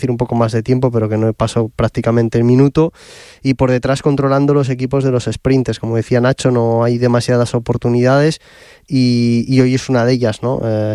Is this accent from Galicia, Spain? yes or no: no; Oviedo, Asturias, Spain; born there; Nací en Oviedo, pero soy del Sporting.